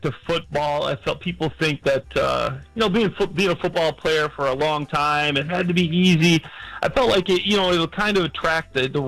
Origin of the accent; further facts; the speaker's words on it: Chicago, Illinois, United States; Yeah, I'm from Chicago, so I'm not going anywhere. I'm staying in town